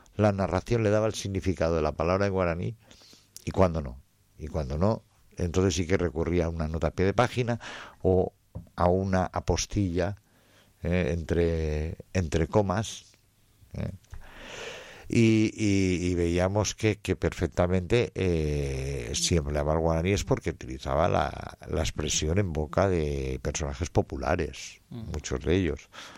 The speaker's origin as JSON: {"language": "Spanish", "region": "Valencian Community", "country": "Spain", "said": "vengo de una tierra, yo soy valenciano, que es una tierra bilingüe."}